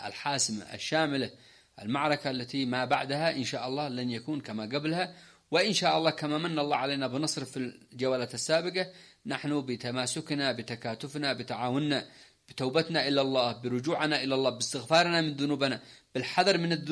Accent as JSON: {"language": "Arabic", "country": "Yemen", "said": "إحنا في الأول والأخير إحنا يمنيين"}